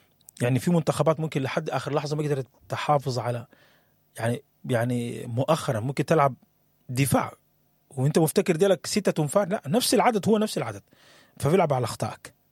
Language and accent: Arabic; Sudan